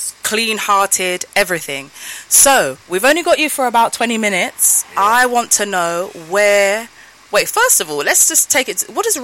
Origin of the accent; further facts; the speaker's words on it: London, United Kingdom; I'm from Peckham, old school Peckham, and I'm not as young as I look. I'm nearly coming up to 40 soon in a couple of years.